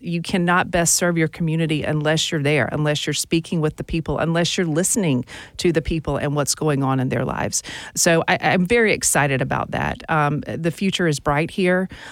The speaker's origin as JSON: {"language": "English", "town": "Chapin", "region": "South Carolina", "country": "United States", "tie": "born or raised there", "said": "I grew up in what used to be a small town. I grew up in Chapin"}